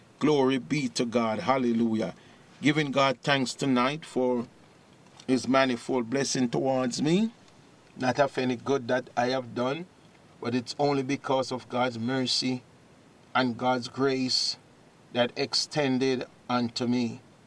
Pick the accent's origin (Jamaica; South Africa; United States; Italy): Jamaica; moved away; I'm from Jamaica.